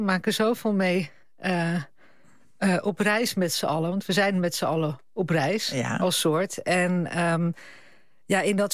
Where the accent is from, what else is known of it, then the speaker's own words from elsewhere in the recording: Italy; Maar ik ben half Italiaans en ik ben deels daar opgegroeid. En als je in Italië opgroeit, dan verwijs je.